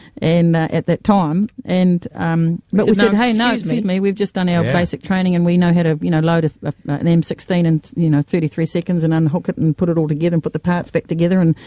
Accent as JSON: {"language": "English", "town": "Helensville", "region": "Auckland", "country": "New Zealand", "said": "I'm from Helensville"}